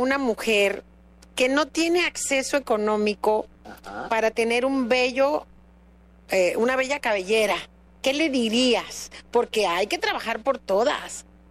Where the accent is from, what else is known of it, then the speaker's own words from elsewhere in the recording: Tabasco, Mexico; muchas mujeres tabasqueñas y hombres tabasqueños vamos